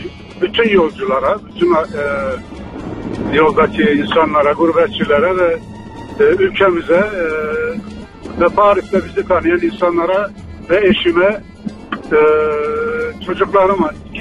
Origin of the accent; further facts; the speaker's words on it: Kırıkkale, Turkey; Ben Kırıkkale'liyim Ata Bey.